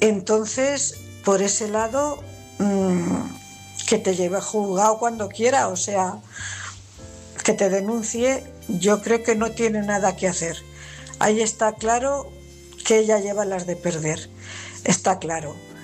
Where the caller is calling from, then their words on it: Cuenca, Castilla-La Mancha, Spain; corresponsal de Cuenca.